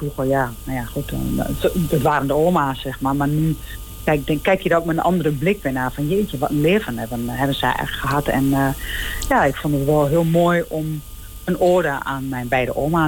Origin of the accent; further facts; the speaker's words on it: Overijssel, Netherlands; als ik denk aan mijn jeugd in Twente en ook aan aan het leven dat mijn oma's hebben gehad, dat is gewoon zo anders geweest.